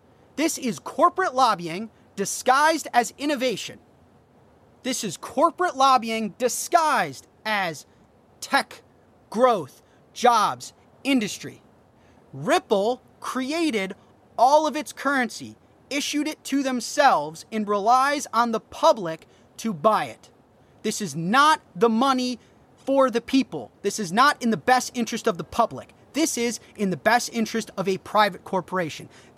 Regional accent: United States; I am an American. I plan to have children and raise them in America.

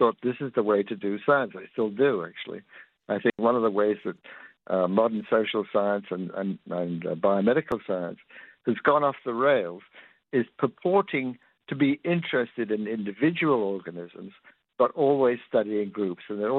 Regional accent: England, United Kingdom; I mean, my problem was that I grew up in England, and in England, it's a rather rigid educational system.

